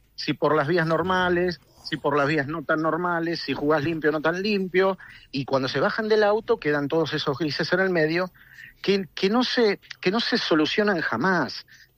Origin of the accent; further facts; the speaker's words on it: Argentina; Pero somos divinos los argentinos.